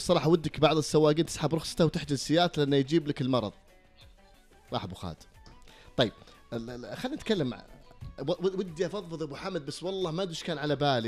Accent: Jeddah, Makkah Province, Saudi Arabia; انبسطت لما اشوف مدينتي جده

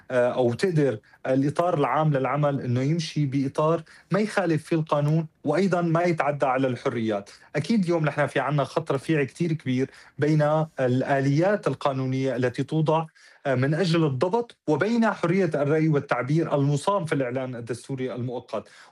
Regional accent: Syria; نحتاج إلى قضاء يحمينا كسوريين وسوريات

